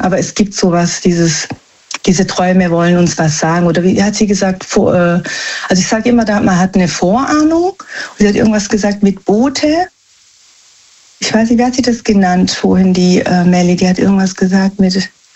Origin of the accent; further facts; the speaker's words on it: Germany; born there; Also wir sind eigentlich Italiener, ne? Also in Deutschland geboren. also für italienische Familie und wir haben eigentlich nichts am Hut mit Frankreich.